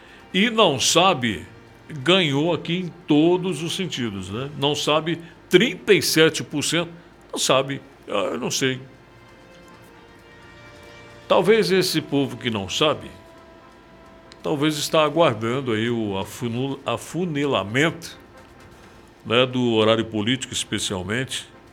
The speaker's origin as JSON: {"language": "Portuguese", "country": "Brazil"}